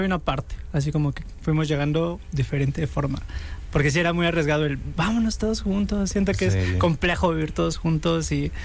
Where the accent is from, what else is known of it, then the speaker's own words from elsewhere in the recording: Oaxaca, Mexico; moved away as an adult; now in Mexico City, Mexico; ya llevamos 3 años viviendo en la ciudad.